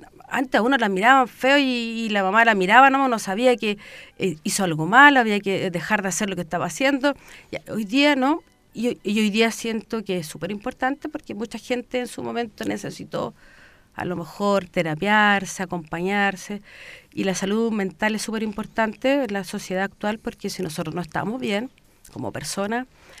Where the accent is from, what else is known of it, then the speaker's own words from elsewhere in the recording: Puente Alto, Santiago Metropolitan Region, Chile; Yo siempre me crié en Puente Alto, en la típica población